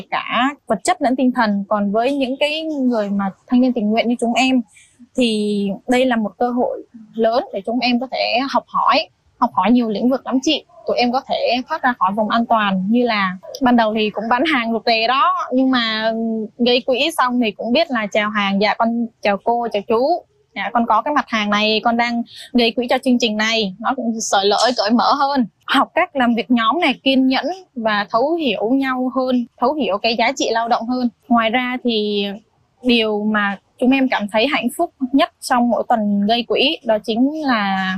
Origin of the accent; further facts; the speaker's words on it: Đắk Lắk, Vietnam; em đến từ Đắk Lắk.